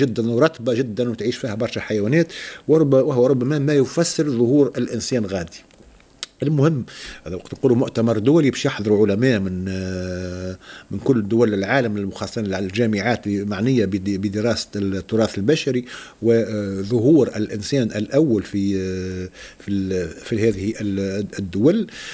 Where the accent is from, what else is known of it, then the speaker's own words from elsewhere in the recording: Tunisia; عندنا في تونس